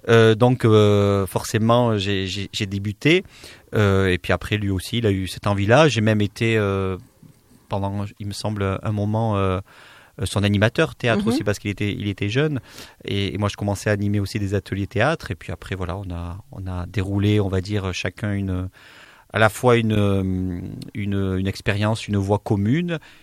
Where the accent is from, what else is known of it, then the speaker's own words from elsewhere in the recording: Tarnos, Nouvelle-Aquitaine, France; born there; also born or lived in Anglet; je viens d'Anglette, parce que la compagnie est basée en Anglette, mais j'habitais à l'époque et de nouveau j'habite à Tarnos, donc on est dans les Landes.